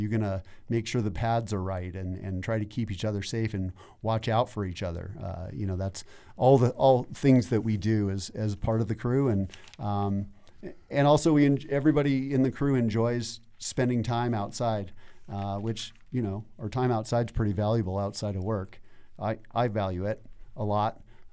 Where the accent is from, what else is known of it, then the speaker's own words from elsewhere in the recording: Arvada, Colorado, United States; I'm from Arvada, you know, born and raised here.